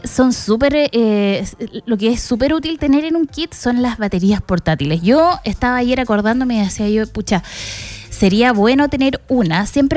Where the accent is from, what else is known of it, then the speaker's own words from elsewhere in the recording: San Vicente de Tagua Tagua, O'Higgins, Chile; moved away; en mi pueblo, en San Vicente